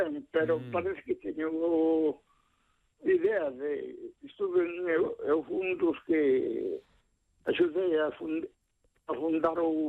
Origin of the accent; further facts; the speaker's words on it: Galicia, Spain; Pero o orgullo é ser galego.